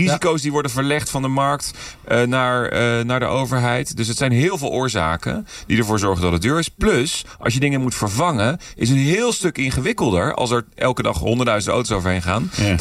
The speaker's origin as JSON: {"language": "Dutch", "town": "Rotterdam", "region": "South Holland", "country": "Netherlands", "said": "Als Rotterdammer zeg ik"}